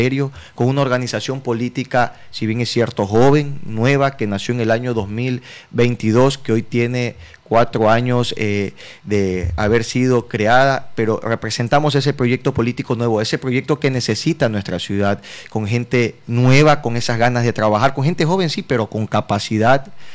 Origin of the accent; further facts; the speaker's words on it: Machala, El Oro, Ecuador; Nací en Machala, crecí en Machala, he hecho toda mi vida en Machala. Mi padre, mi madre nacieron en Machala, mi esposa nació en Machala, mi hija nació en Machala.